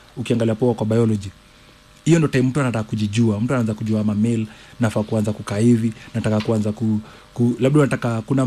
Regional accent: Nairobi, Kenya; Nimezaliwa Madare.

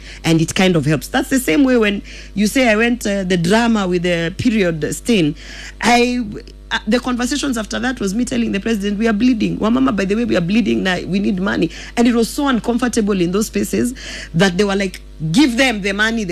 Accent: Kisii County, Kenya; I'm from Kisii County.

